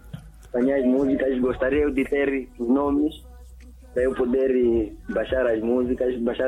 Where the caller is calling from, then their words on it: Pemba, Cabo Delgado, Mozambique; Eu sou de Pemba, na verdade, e aqui é um passeio, né?